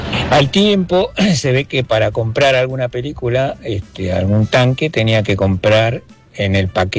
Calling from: Buenos Aires, Argentina; de Parque Centenario.

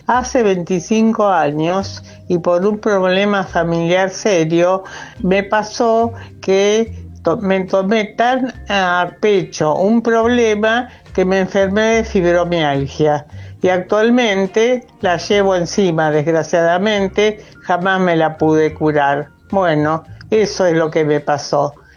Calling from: Rosario, Santa Fe, Argentina; de Rosario.

